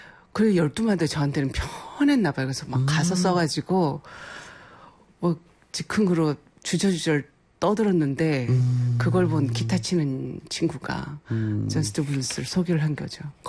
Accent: South Jeolla, South Korea; moved away as an adult; now in Seoul, South Korea; 순천시에서 버스 타고 40, 50분 들어가는 아주 깡촌 시골이었어요. 그런데 너무 아름다웠어요. 저는 너무 아쉽고 그립고 그렇습니다. 저희 고향이.

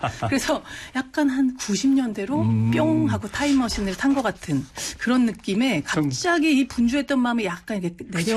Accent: South Korea

